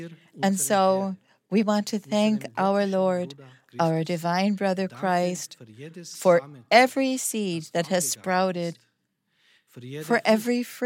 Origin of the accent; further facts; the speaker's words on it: Croatia; moved away; I am originally from Croatia